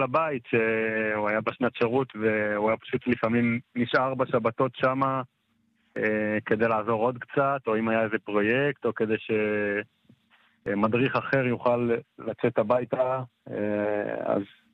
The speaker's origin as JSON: {"language": "Hebrew", "town": "Beit HaShita", "region": "Northern District", "country": "Israel", "tie": "born or raised there", "said": "גדלנו ביחד באותו קיבוץ, מאז שנולדנו, עד עכשיו בעצם."}